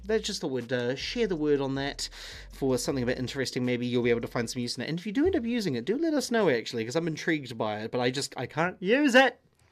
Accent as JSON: {"language": "English", "country": "New Zealand", "said": "Asking as a Kiwi"}